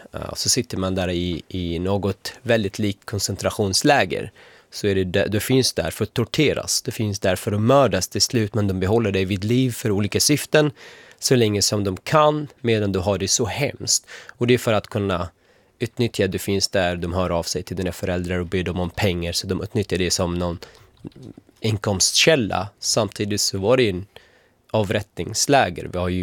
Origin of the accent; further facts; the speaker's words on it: Syria; och det tillbringar oss någon form av frid som man behöver som syrier som har lidit i 14 år men vill ju känna rättvisa.